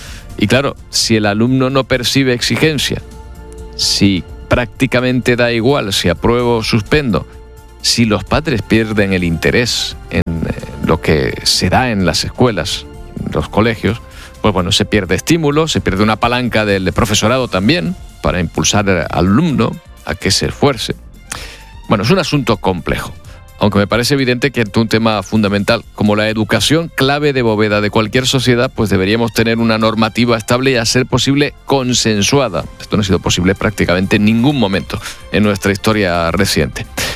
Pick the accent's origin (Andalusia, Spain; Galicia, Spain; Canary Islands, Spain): Canary Islands, Spain